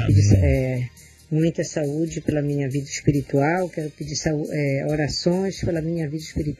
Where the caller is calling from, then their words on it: Belém, Pará, Brazil; aqui de Mosqueiro, de Belém do Pará.